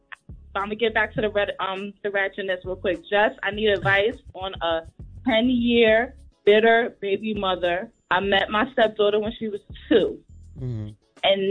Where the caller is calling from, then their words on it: The Bronx, New York, United States; Girl. The Bronx. Good morning, everybody.